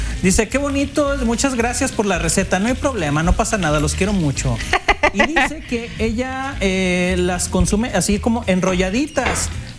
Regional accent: Mexico City, Mexico; now in Aguascalientes, Mexico; la gloriosa Ciudad de México.

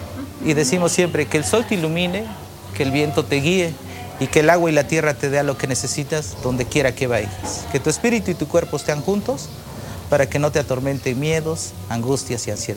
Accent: San Martín Tilcajete, Oaxaca, Mexico; Quiero decirle que en Oaxaca, especialmente en mi pueblo, nosotros adoramos los elementos.

